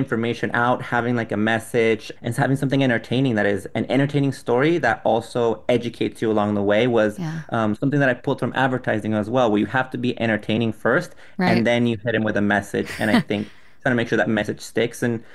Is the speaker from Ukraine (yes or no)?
no; Guatemala; first language Spanish; English is a second language; now in United States; I grew up in a household that spoke Spanish growing up in Guatemala, because I'm not from the United States. Right. So I learned English from books and TV shows and school.